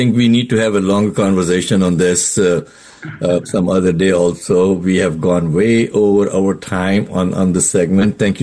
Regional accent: India; moved away; Growing up in India, we had people of all faiths.

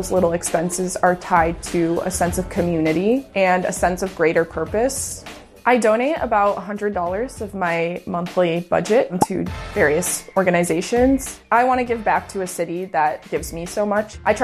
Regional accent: Illinois, United States; moved away; also born or lived in Iowa; I grew up in the Chicago suburbs, and I studied civil engineering at Iowa.

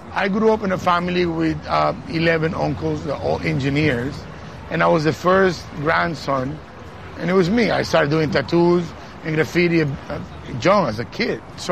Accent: Venezuela; born there; English is a second language; moved away as an adult; I was born in Venezuela.

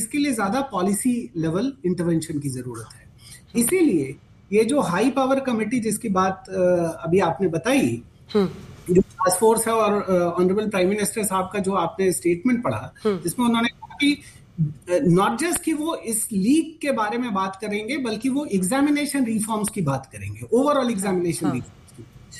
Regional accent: Uttar Pradesh, India; मैं तो उत्तर प्रदेश से आता हूं

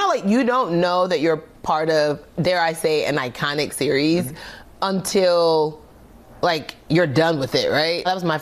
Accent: Nigeria; like, how do I do that? I'm Nigerian.

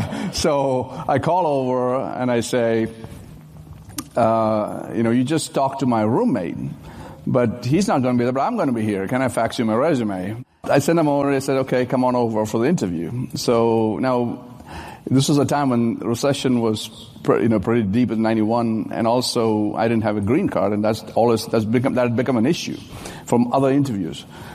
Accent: Kerala, India; born there; I was born in India, in a small state of Kerala, in the, right on the southern, the Florida of India, let's say.

